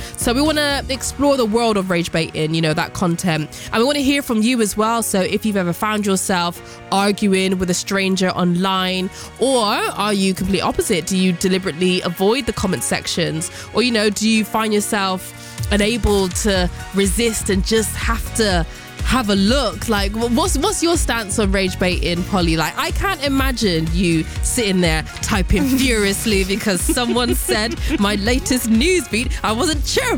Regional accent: Bristol, South West England, United Kingdom; born there; I was born in Bristol.

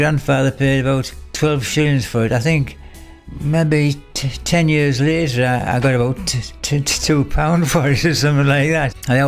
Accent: Norton, England, United Kingdom; moved away; I'm originally from Norton.

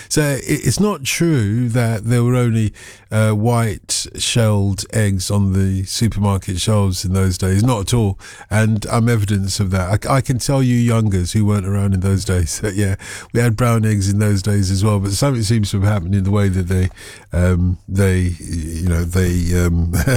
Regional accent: Tottenham, London, United Kingdom; I grew up in Tottenham, and there used to be a huge shop run by an old geezer

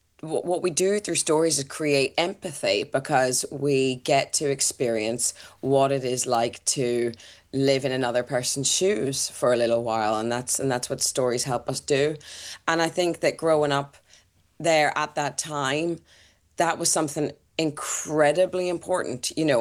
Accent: Belfast, Northern Ireland, United Kingdom; moved away; around where I grew up near the Belfast Castle

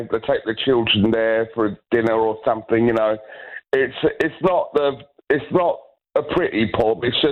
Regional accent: East Midlands, United Kingdom; moved away as an adult; now in Sheffield, United Kingdom; I grew up in Derbyshire

